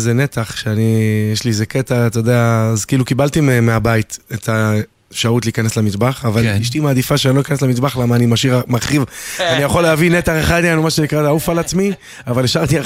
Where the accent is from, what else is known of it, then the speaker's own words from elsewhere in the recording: Dimona, Southern District, Israel; ככה כמו שאני גדלתי, גדלתי בדימונה להורים שהם אנשי חינוך, אבא שלי הוא רב גדול בדימונה.